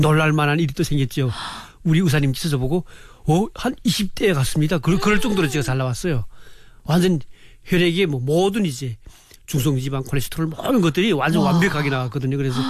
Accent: North Korea; now in South Korea; 근데 우리 탈북자분들이 그런 거 처음에 와서도 무시한 분들 꽤 많아요.

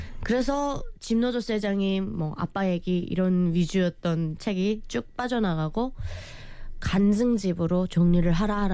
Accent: North Korea; moved away as an adult; now in South Korea; 저는 북한에서 왔기 때문에

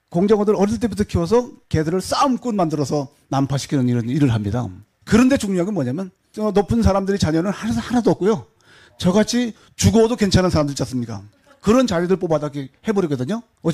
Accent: Kaesong, North Hwanghae, North Korea; now in South Korea; 제가 온 지 벌써 29년이 됐습니다. 됐는데 사실 저는 고향이 개성 아시죠? 네, 개성 개풍군 묵성리라고, 거기에 저희 고향이고요.

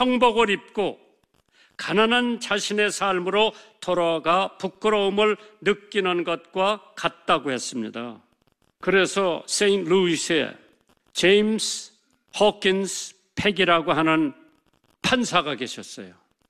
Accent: South Korea; 우리 한국 사람들은

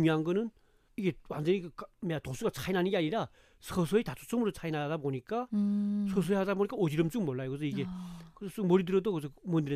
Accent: North Korea; now in South Korea; 그래서 보통 보면 일반인들은, 또 특히 우리 고향에 있던 사람들은 안경을 그렇게 정밀하게 이제 재가지고 자기 딱 맞는 안경 끼워본 적이 없어요.

